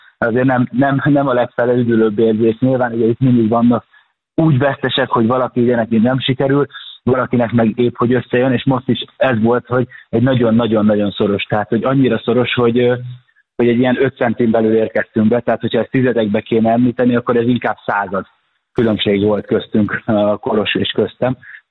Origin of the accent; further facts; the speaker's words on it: Győr, Győr-Moson-Sopron, Hungary; Én világéletemben, tehát én Győrben nőttem föl.